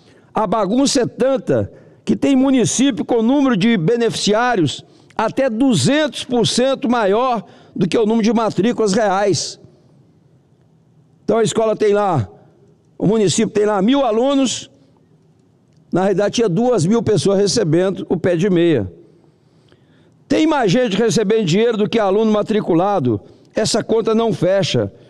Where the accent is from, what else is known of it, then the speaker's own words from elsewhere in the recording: Brazil; somos nós brasileiros